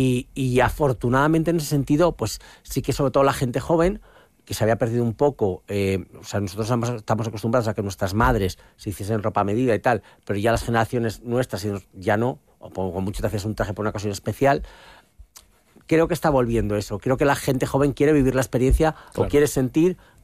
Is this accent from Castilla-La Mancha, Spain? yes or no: yes; Villafranca de los Caballeros, Castilla-La Mancha, Spain; born there; en mi pueblo, en Villafranca